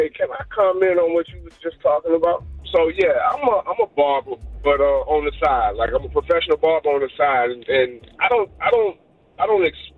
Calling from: Winston-Salem, North Carolina, United States; I'm from Winston

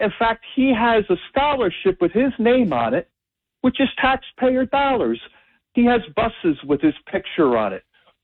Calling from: Atlantic City, New Jersey, United States; I currently live in Atlantic City, but I've lived in the area since 1995.

